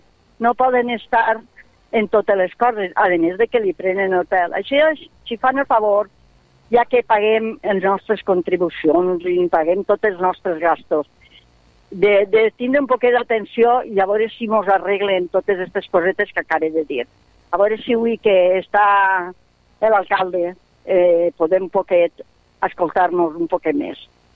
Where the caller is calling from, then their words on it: Alcoy, Valencian Community, Spain; sóc una alcoiana